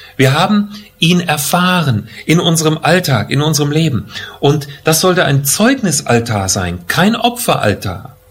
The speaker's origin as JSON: {"language": "German", "country": "Germany", "said": "Das können wir uns doch gut vorstellen, wir als Deutsche."}